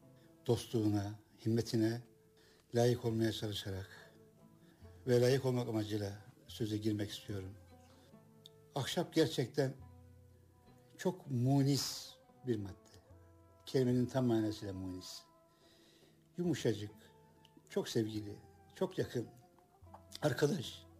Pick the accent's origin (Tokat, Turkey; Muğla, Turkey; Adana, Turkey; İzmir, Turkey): Tokat, Turkey; born there; moved away as an adult; also born or lived in Erzurum / Istanbul